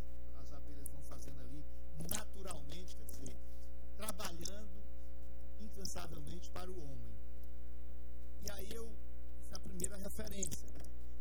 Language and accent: Portuguese; Boa Viagem, Ceará, Brazil; um município ali vizinho à minha terra natal, que é Boa Viagem.